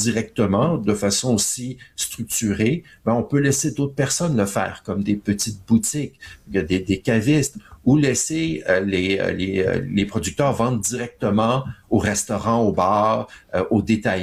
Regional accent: Quebec, Canada

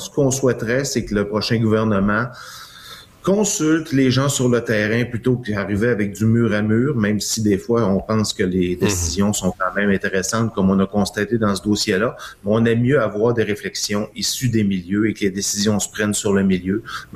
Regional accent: Quebec, Canada; je suis du Saint-Lac-Saint-Jean

